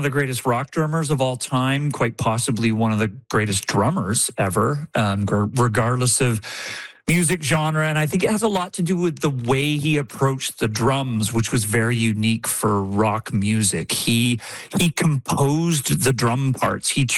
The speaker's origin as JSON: {"language": "English", "town": "Victoria", "region": "British Columbia", "country": "Canada", "tie": "born or raised there", "said": "I've been a … fan since I was a teenager growing up in Victoria, BC."}